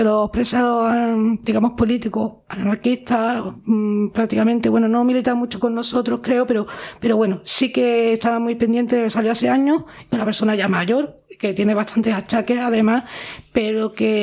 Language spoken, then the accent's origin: Spanish; Granada, Andalusia, Spain; lo primero que me gusta decir es que soy de aquí de Granada, ¿no?